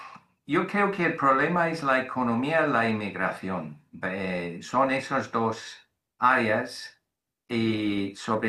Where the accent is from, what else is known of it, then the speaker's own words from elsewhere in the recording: United Kingdom; Spanish is a second language; Pero las elecciones que se celebró el jueves pasado en mi país eran locales en Inglaterra y en Gales y Escocia eran autonómicas.